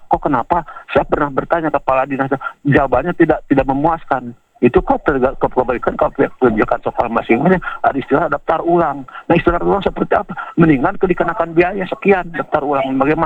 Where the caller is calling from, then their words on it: Bandung, West Java, Indonesia; Saya dari Barat, Pak. Ini dari Bandung Timur di sini.